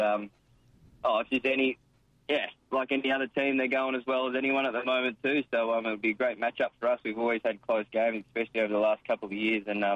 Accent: Queensland, Australia; Yeah, I really enjoyed my time in Queensland. It was pretty much just hanging around with your mates all around the town.

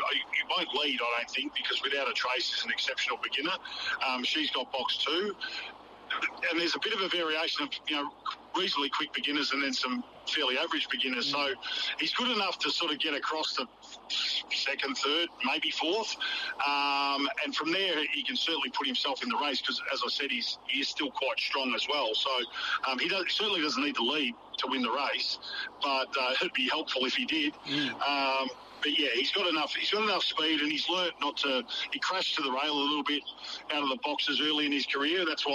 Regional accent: Melbourne, Victoria, Australia; I grew up near the Sandown track

